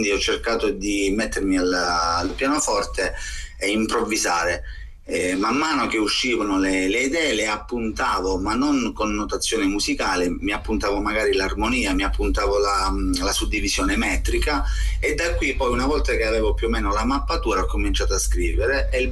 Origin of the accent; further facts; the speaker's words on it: Calabria, Italy; essendo calabrese, io comunque qui in Calabria